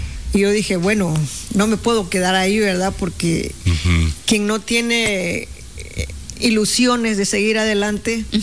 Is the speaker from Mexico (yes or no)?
yes; Alvarado, Veracruz, Mexico; born there; moved away as an adult; now in Frontera, Mexico; Yo nací en Alvarado, Veracruz.